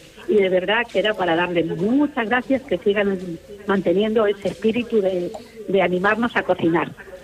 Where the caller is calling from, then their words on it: Casarrubios del Monte, Castilla-La Mancha, Spain; de Casarrubio del Monte. Escucharme, aunque llamo de Madrid.